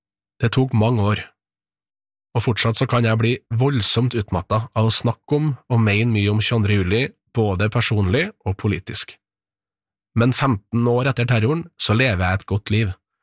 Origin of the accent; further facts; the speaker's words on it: Levanger, Trøndelag, Norway; born there